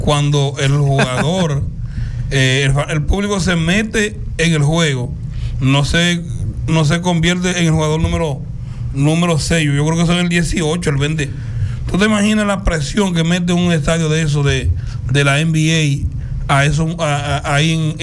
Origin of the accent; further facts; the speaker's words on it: Dominican Republic; Para nosotros como dominicanos nos hace mucho bien de que los Knicks ganen